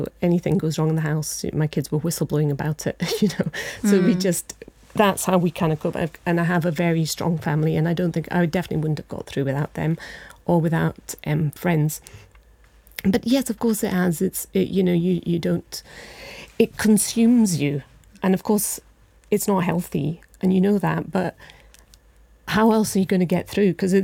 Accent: India; So my dad was a surgeon in he practiced in India. I was brought up in India.

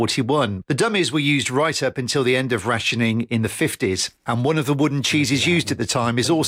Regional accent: Gloucester, South West England, United Kingdom; as soon as I mention I'm from Gloucester

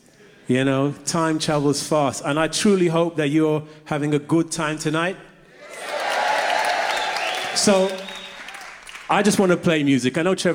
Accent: London, United Kingdom; I grew up in Ladbroke Grove. I grew up in the 60s, and at that time, people that looked like me were being picked on because of the color of their skin.

